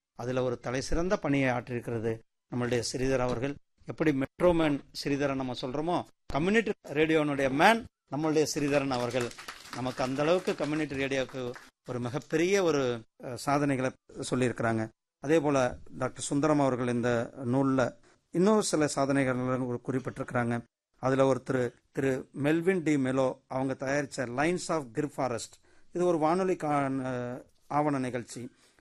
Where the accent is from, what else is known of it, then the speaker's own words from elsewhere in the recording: Namakkal, Tamil Nadu, India; நான் நாமக்கல்காரன்.